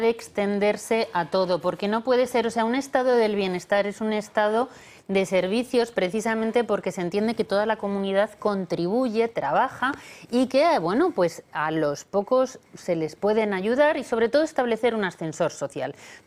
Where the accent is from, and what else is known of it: Spain